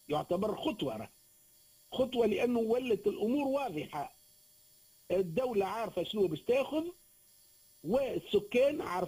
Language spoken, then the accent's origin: Arabic; Gafsa, Gafsa Governorate, Tunisia; القبرصلي عندنا في قفصة